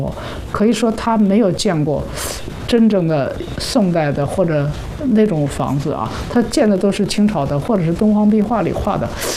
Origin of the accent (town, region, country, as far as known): China